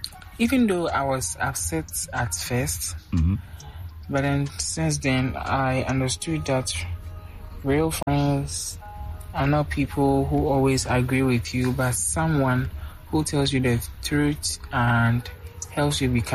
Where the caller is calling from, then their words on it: Accra, Greater Accra, Ghana; I'm speaking from Accra.